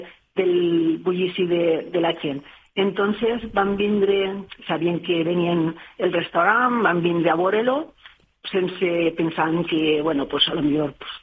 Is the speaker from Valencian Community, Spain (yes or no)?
yes; Les Alqueries, Valencian Community, Spain; Nosaltres no som d'ací, som de la Plana, som de les Alqueries.